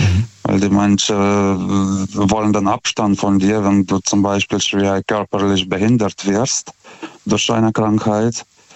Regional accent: Lithuania; now in Germany

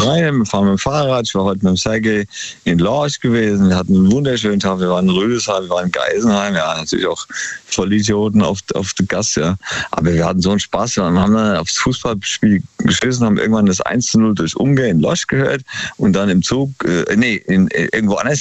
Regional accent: Palaikastro, Crete, Greece; Und dann am 5. von Athen über Sied auf Kreta, meine Heimat eigentlich, Palo Castro.

